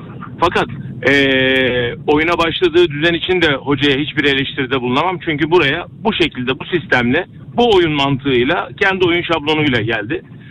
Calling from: Istanbul, Turkey; 53 yaşındayım. İstanbul'dan arıyorum sizi.

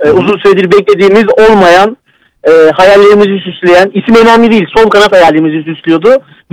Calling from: Istanbul, Turkey; İstanbul'dan arıyorum.

